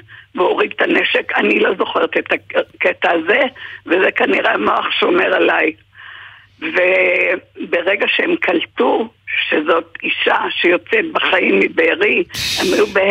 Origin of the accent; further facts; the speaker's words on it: Be'eri, Southern District, Israel; born there; also born or lived in Hungary; now in Kibbutz Hatzerim, Israel; זה הבית שגדלתי בו מעל 60 שנה, מעל 60 שנה הייתי שם, מגיל 13.